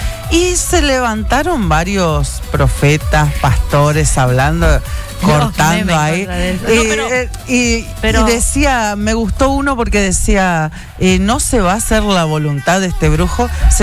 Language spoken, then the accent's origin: Spanish; Argentina; Y bueno, pero somos argentinos.